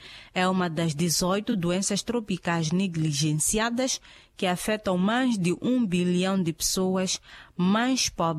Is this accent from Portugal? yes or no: no; Mozambique